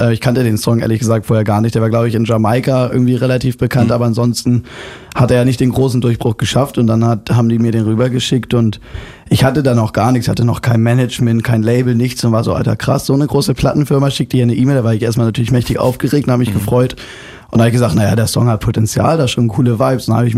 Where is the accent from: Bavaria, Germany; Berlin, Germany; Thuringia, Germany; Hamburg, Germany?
Hamburg, Germany; born there; now in Mecklenburg-Vorpommern, Germany; Ich bin in Hamburg geboren, aber wohne in MacPom. Direkt quasi am Meer. Also die Straße guckt direkt aufs Wasser.